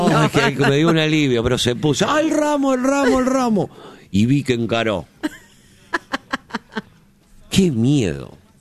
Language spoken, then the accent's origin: Spanish; Mendoza, Argentina; No se olvide que yo soy mendocino.